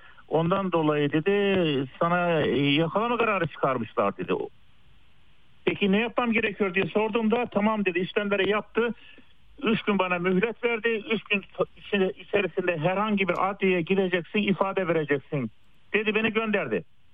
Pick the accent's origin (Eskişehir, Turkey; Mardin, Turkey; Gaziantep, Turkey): Eskişehir, Turkey; now in Germany; ben kendi köyümde doğduğum, büyüdüğüm köyümde tatile gitmiştim.